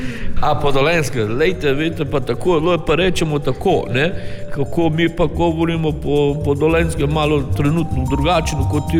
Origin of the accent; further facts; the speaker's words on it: Belém, Pará, Brazil; now in Slovenia; I come from Belém. Belém is really facing the bay. That is the mixture of rivers, the river Niger River and Solimões River.